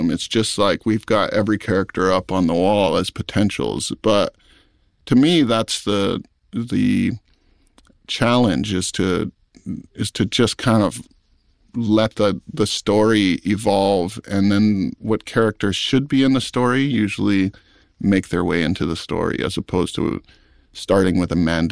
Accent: Maui, Hawaii, United States; I grew up on Maui. I think I didn't realize how sheltered I was until I was working at that group home.

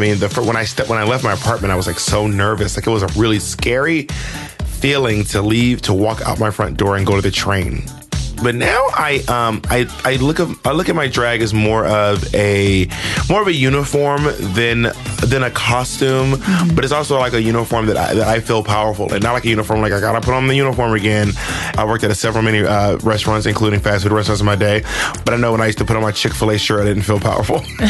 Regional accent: Georgia, United States; also born or lived in Alabama / Mississippi; I'm basically from Georgia, Alabama, and Mississippi.

